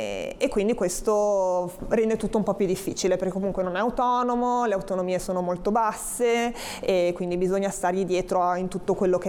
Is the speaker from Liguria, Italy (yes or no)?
yes; Genoa, Liguria, Italy; noi siamo di San Pier d'Arena, dovremmo andare a Molassana